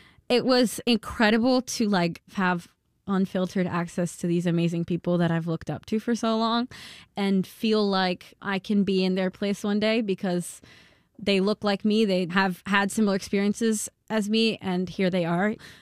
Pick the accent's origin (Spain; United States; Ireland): Spain; I grew up in Spain. I was born in Spain. My mom is Spanish Dominican. My dad is Spanish.